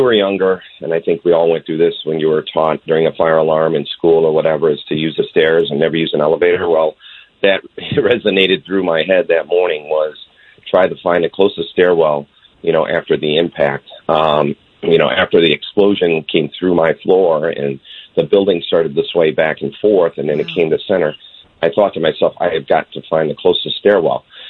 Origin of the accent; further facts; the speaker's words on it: Midwest, United States; You know, I'm from the Midwest.